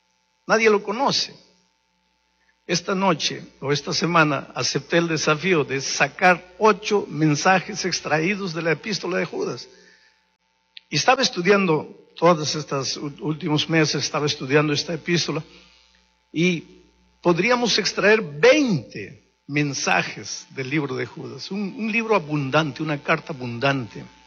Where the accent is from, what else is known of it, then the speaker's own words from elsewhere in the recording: Jauja, Junín, Peru; born there; moved away; mi tierra, Jauja